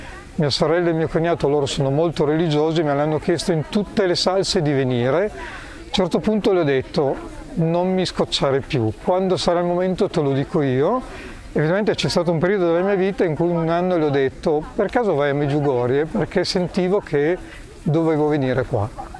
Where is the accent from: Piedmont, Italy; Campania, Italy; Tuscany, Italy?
Piedmont, Italy; Mongardino; arrivo da un paese, un paesino in Italia, si chiama Mongardino, in provincia di Asti, Piemonte, vicino a Torino.